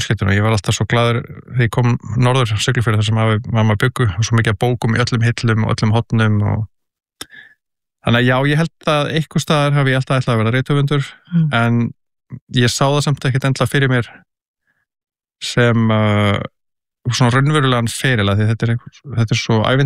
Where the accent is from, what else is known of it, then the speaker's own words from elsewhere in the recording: Kópavogur, Capital Region, Iceland; also born or lived in Reykjavík; Ég alinn upp í Kópavogi til 13 ára aldurs, í Hjallakverfinu og ég fæddist svona reyndar í Reykjavík en ég man ekkert eftir því